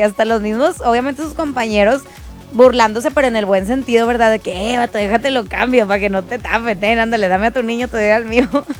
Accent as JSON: {"language": "Spanish", "country": "Mexico", "said": "así somos los mexicanos, nos burlamos hasta de nosotros mismos."}